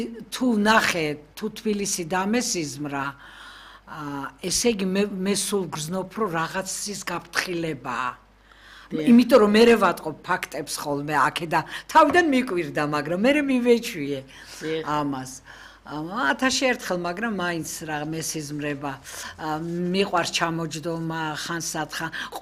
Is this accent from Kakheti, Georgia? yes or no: no; Tbilisi, Georgia; მე ჩემი თბილისიდან მოვდივარ, იმ უბნებიდან მოვდივარ, სადაც კარიარი კეტებოდა